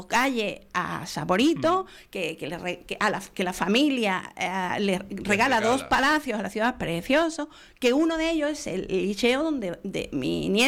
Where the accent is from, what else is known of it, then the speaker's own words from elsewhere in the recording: Andalusia, Spain; accent: ceceo; Pero señores, que somos andaluces